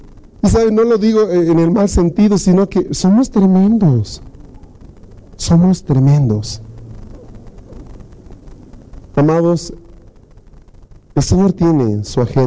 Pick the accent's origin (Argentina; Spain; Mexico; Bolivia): Bolivia; Somos bolivianos. Estamos habilitados para hacer eso.